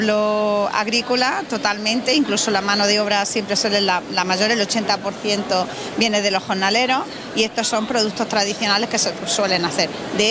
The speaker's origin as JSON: {"language": "Spanish", "town": "Jódar", "region": "Andalusia", "country": "Spain", "said": "el trienio liberal se terminó en mi pueblo"}